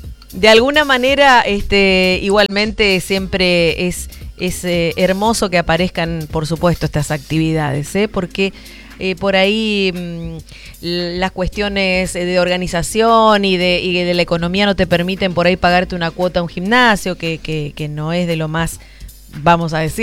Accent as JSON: {"language": "Spanish", "town": "Reconquista", "region": "Santa Fe", "country": "Argentina"}